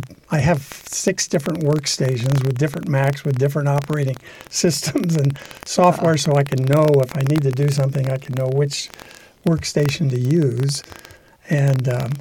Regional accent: East Lansing, Michigan, United States; moved away as an adult; now in Humboldt County, United States; I grew up in East Lansing, Michigan, was in pre-med at Michigan State in the 67.

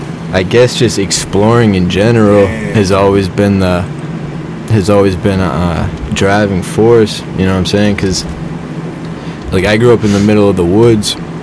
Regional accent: Middleborough, Massachusetts, United States; moved away; I'm from Middleborough, Massachusetts.

